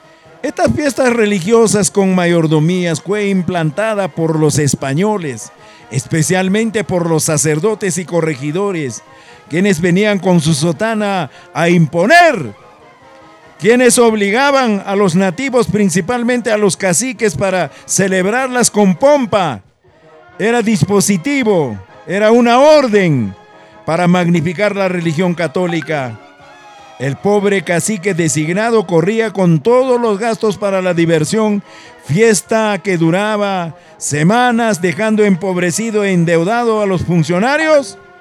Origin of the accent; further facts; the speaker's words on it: Recuay province, Ancash, Peru; a mi tierra o a toda la provincia de Recuay.